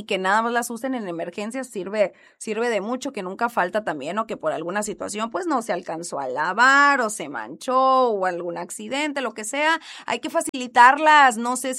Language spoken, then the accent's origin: Spanish; Mexico